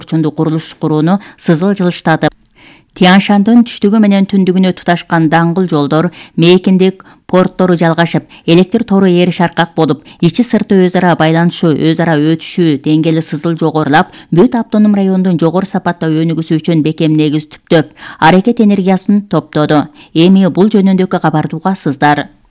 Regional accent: Xinjiang, China; Үрүмчү Лопнур жогору ылдамдыктагы таш жолунда каттоо башталбай турганда, мен бул жерде туулуп өскөн жергиликтүү малчы элем.

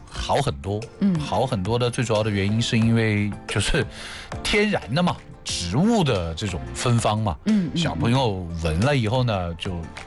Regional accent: Yueyang, Hunan, China; now in Hefei, China; 因为我老家湖南岳阳的

